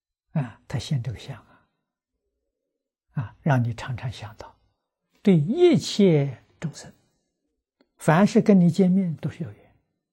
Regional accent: China

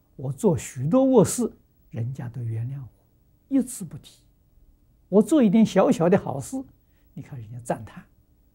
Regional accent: China; 我们中国人讲的“引恶扬善”

